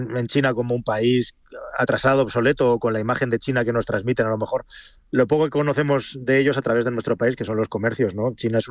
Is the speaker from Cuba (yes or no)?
no; Spain